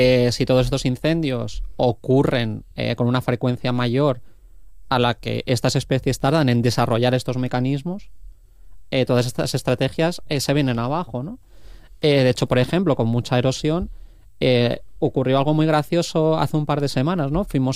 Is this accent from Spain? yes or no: yes; Valencian Community, Spain; yo soy valenciano y una de esas cosas que suelo decir es que allí no sabe llover.